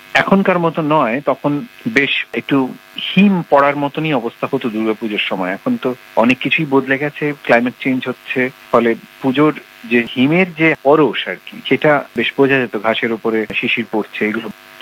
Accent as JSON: {"language": "Bangla", "town": "Santiniketan", "region": "West Bengal", "country": "India", "tie": "born or raised there", "said": "আমার ছোটবেলা তো শান্তিনিকেতনে কেটেছে"}